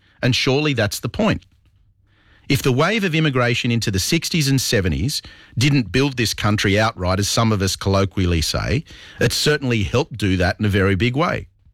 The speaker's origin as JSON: {"language": "English", "country": "Australia"}